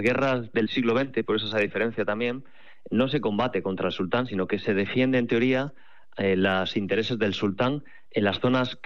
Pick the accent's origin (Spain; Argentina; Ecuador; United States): Spain; Cantabria; Es estar combatiendo, ya, en picos de Europa, vamos, que yo soy de Cantabria y os puedo dar ese ejemplo, ¿no?